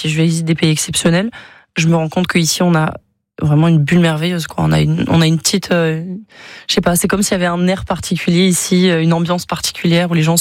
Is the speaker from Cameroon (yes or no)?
no; Bayonne, Nouvelle-Aquitaine, France; j'ai été présentée devant ma ville dans laquelle j'ai grandi, dans laquelle je suis née.